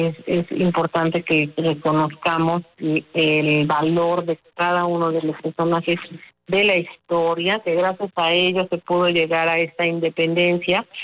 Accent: Mexico

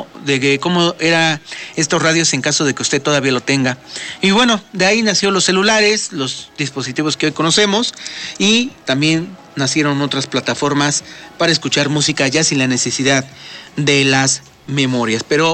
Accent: Puebla, Mexico; nosotros como ciudadanos, como poblanos

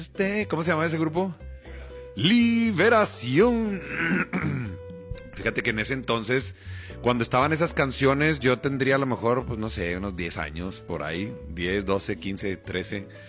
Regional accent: Mexico; quiero gritar como mexicano

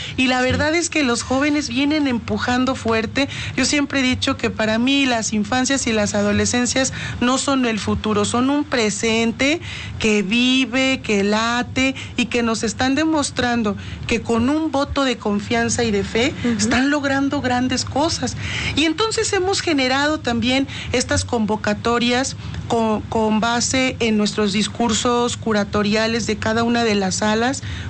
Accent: Mexico; nos caracteriza como mexicanos

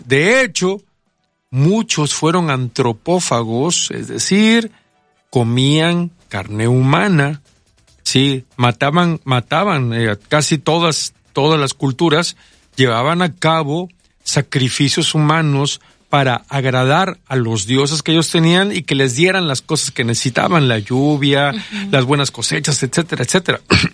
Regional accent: Mexico; lo que somos hoy en día como mexicanos. Que somos una riquísima mezcla.

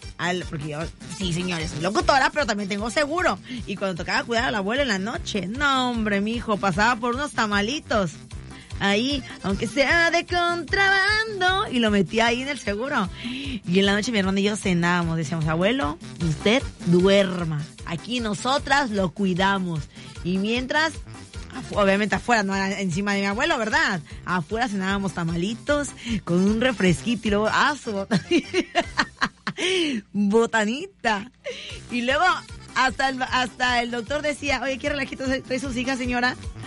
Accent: Veracruz, Mexico; Somos los de Veracruz

